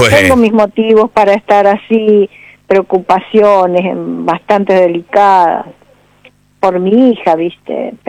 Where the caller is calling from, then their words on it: Rawson, Chubut, Argentina; soy de Rawson Chubut.